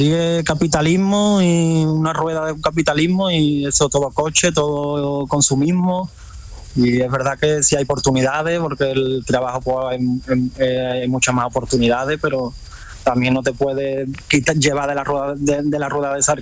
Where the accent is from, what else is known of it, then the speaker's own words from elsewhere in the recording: Seville, Andalusia, Spain; now in Texas, United States; Yo soy de Sevilla.